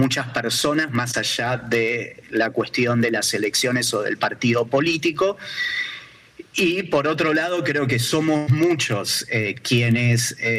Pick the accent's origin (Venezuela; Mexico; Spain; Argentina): Argentina; now in Germany; yo acá lo siento como argentino